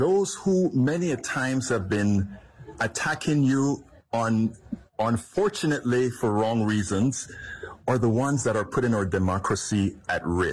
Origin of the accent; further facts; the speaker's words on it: Panama; now in United States; I am from Panama, Central America